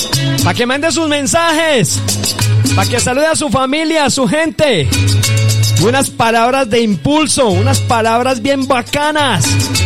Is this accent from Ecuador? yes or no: no; Colombia